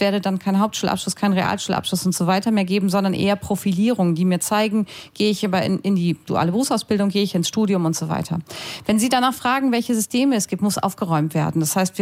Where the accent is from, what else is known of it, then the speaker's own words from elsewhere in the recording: Lower Saxony, Germany; früher hieß es bei uns in Niedersachsen Orientierungsstufe, gab es das hier auch sowas, ne?